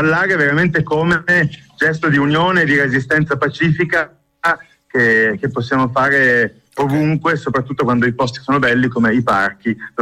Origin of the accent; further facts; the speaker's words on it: Piedmont, Italy; sono di Cuneo, sono della nostra provincia